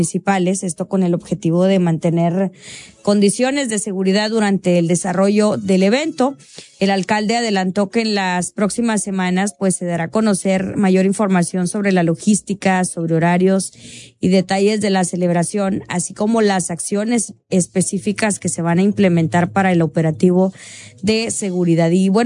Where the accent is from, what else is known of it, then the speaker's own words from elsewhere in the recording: Mexico; Pero bueno, esto es como buenos mexicanos, hombre, todo se hace a la mera hora